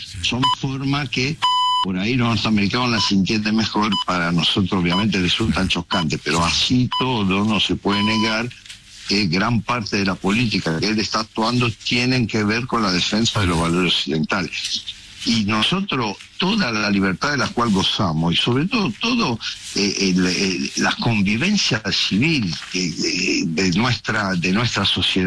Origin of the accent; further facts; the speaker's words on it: Italy; Trump obviamente tiene formas que a nosotros, los latinos, nos resultan, y yo como italiano me siento latino también, nos resultan absolutamente chocantes